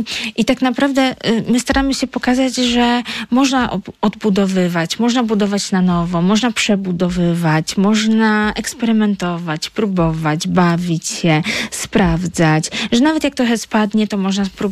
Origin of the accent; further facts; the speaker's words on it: Warsaw, Masovian Voivodeship, Poland; moved away as an adult; mieszkałam tak to w Warszawie całe życie, w centrum